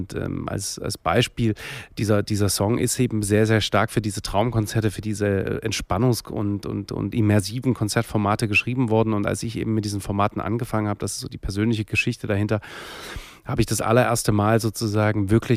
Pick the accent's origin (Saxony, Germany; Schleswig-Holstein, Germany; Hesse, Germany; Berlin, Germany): Saxony, Germany; Dresden; Ich glaube am Ende dann doch Dresden, meine Heimat.